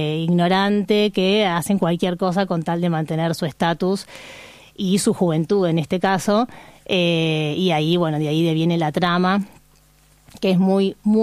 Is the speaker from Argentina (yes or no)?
yes; Buenos Aires, Argentina; Siempre. Ahora vivo en Villa Porredón, pero a una cuadra de Villa Urquiza.